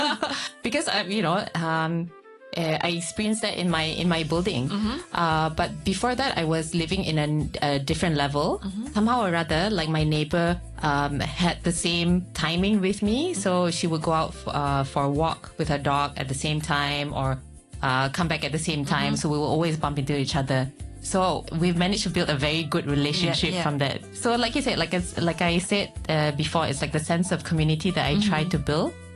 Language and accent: English; Malaysia; now in Hong Kong; Because growing up in Malaysia, there's always a natural habit of getting to know your neighbors or getting to know people around you.